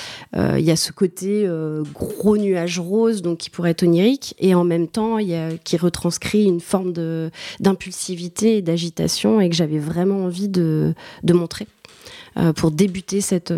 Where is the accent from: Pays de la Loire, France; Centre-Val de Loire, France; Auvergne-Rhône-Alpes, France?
Centre-Val de Loire, France; moved away; Je viens du Val-de-Loire